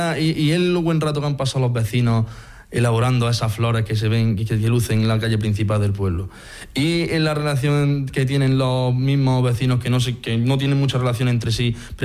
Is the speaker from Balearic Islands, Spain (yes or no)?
no; Villanueva del Duque, Andalusia, Spain; alcalde de Villanueva del Duque, tengo 25 años. Estudié Ciencias Políticas en Sevilla, pero decidí volver a mi pueblo y trabajar desde la alcaldía por y para mi pueblo